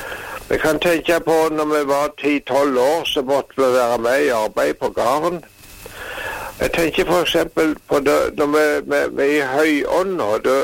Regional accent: Jæren, Rogaland, Norway; Jæren der jeg vokste opp.

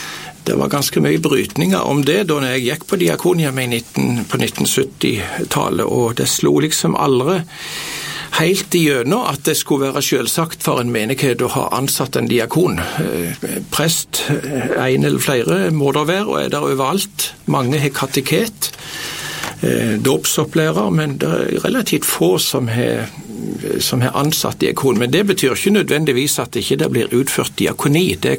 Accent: Varhaug, Rogaland, Norway; moved away as an adult; now in Nærbø, Norway; jeg er født og oppvaksen på Varhaug

